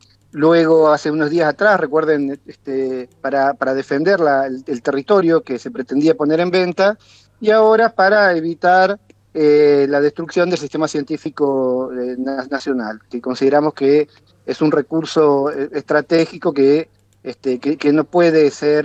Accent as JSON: {"language": "Spanish", "country": "Argentina", "said": "las otras cosas que nos enorgullecen como país, ¿no? Como argentinos."}